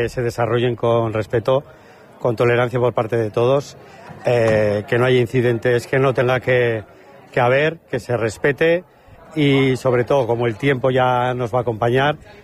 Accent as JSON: {"language": "Spanish", "town": "Fustiñana", "region": "Navarre", "country": "Spain", "said": "me encanta que vengan a mi pueblo."}